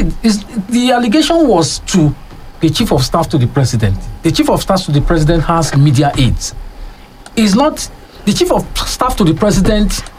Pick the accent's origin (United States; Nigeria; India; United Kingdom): Nigeria; I feel insulted as a Nigerian. Well, maybe no, not as a Nigerian, as an enlightened Nigerian